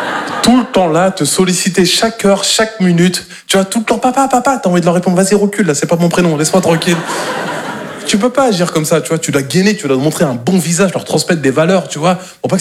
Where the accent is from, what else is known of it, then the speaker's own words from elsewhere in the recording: Normandy, France; Moi, je suis normand de base et j'aime pas trop silence.